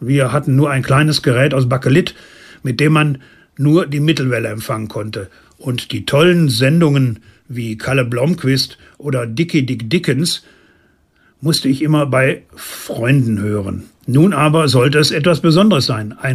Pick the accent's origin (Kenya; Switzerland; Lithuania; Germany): Germany; Essen, North Rhine-Westphalia; Das galt insbesondere für das Ruhrgebiet und meine Heimatstadt Essen.